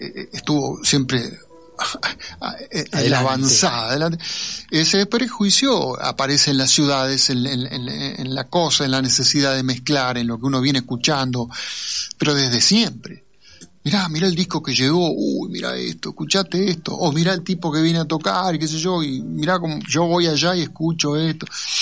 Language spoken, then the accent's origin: Spanish; Buenos Aires, Argentina; yo me siento como porteño y en la época en la que nací más cercano a ciertas músicas urbanas que a una vidala.